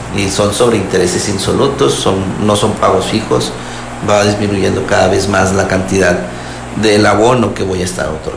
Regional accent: Mexico

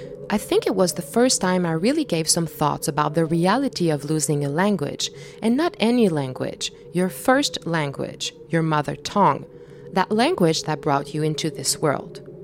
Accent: Quebec, Canada; accent: French; first language French; English is a second language; moved away as an adult; now in British Columbia, Canada; Since I arrived in my early 20s and I kept practicing my French with francophones here and every time I went back to visit in Quebec, I'm not worried about losing my French at all. I have no doubt that I will remain very French, noticeably in my speech, my accent, and my mannerism.

